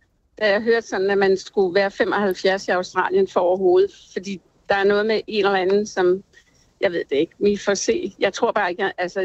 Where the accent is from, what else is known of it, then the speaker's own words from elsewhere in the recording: Valby, Capital Region of Denmark, Denmark; born there; Nej, jeg er født i Valby.